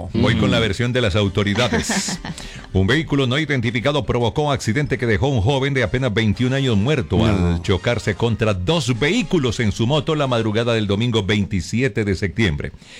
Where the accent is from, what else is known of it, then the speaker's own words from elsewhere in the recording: Concordia, Antioquia, Colombia; Vea este otro de Concordia, mi tierrita, pero no fue arriba en el pueblo, sino en la carretera que va de Bolombolo.